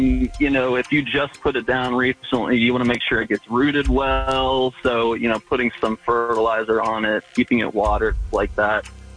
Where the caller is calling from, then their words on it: Woodstock, Georgia, United States; I am in Woodstock, Georgia.